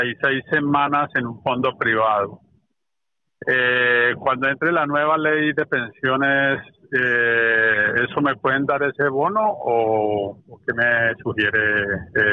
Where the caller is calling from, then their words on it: Madrid, Community of Madrid, Spain; de Madrid.